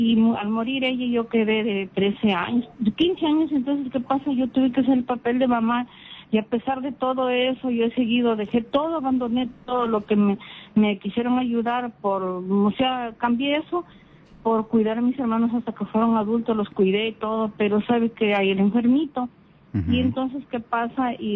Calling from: Chiclayo, Lambayeque, Peru; le llamo desde Chiclayo.

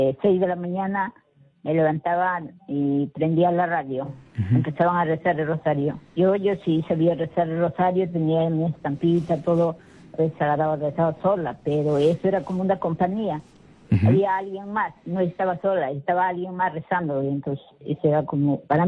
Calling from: Lima, Peru; de Puente Piedra.

